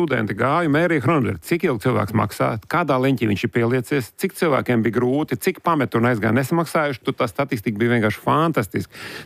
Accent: Baltezers, Ādaži Municipality, Latvia; Nē, es esmu no Baltezeres. Viss dzīves Baltezerā, mēr jūties tā kā ne šur, ne tur.

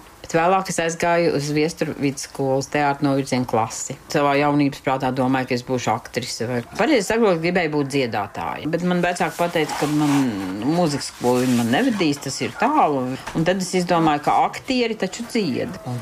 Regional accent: Lāde, Limbaži Municipality, Latvia; Es arī esmu no Limbažas pagasta, no Lādes tāda vieta.

